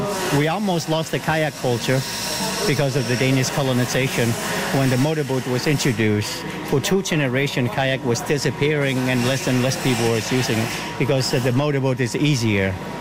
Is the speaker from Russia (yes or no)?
no; Sisimiut, Qeqqata, Greenland; English is a second language; I'm from Greenland, Sisimiut. I grew up in Sisimiut, but I spend a lot of time at all the years in USA.